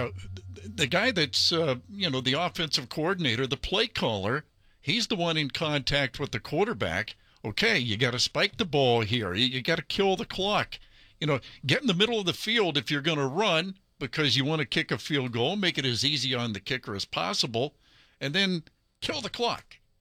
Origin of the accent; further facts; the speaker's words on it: Ohio, United States; I'm Irish, but yeah. I'm from Ohio